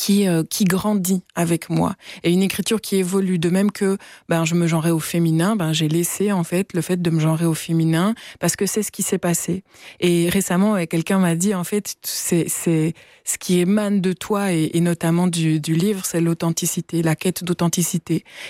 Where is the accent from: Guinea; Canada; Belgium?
Belgium; Verviers, Wallonia; now in Brussels, Belgium; moi je viens de Verviers